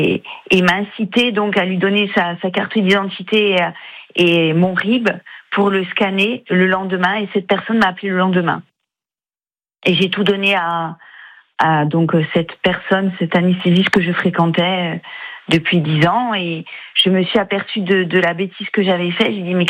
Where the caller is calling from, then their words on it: Ajaccio, Corsica, France; j'ai 51 ans, je suis aide-soignante, je suis d'Ajaccio, je suis corse.